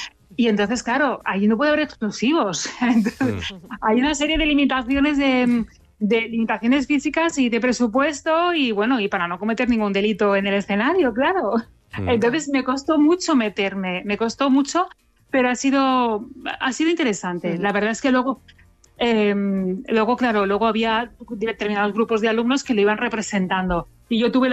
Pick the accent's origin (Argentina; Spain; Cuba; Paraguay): Spain; Andratx, Balearic Islands; una novela de terror ambientada en Andratx, que es mi pueblo, ¿no?